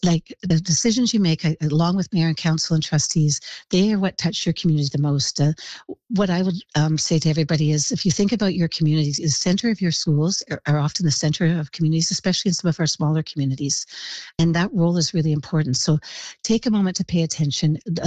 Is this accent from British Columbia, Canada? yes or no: yes; West Vancouver, British Columbia, Canada; I'm from West Vancouver. Our budget's about $100 million a year.